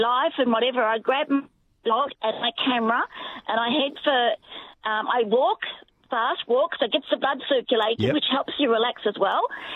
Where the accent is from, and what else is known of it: Ballarat, Victoria, Australia; born or raised there